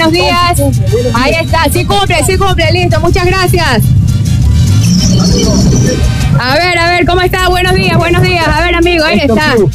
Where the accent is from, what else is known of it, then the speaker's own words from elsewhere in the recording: La Libertad, Santa Elena, Ecuador; Nosotros somos de Santa Elena, provincia de Santa Elena, Cantón La Libertad, ¿verdad?